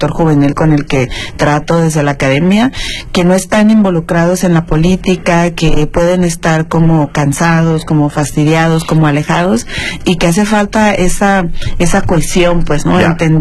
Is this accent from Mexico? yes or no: yes; Mexico